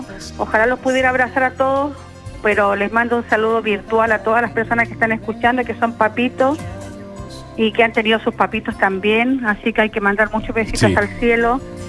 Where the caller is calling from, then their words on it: Iquique, Tarapacá, Chile; Yo soy iquiqueña al 20.000% y mi ciudad la amo.